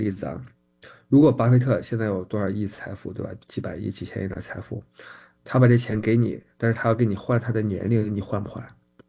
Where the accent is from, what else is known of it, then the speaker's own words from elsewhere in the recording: Northeast China, China; accent: Northeastern (Dongbei); now in Seattle, United States; 我按照我们那儿的口音，东北口音给改了一个"斯"